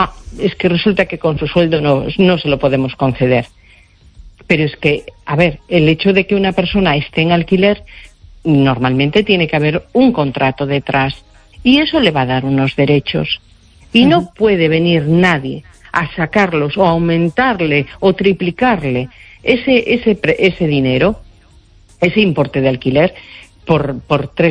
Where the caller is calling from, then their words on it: Narón, Galicia, Spain; de Narón.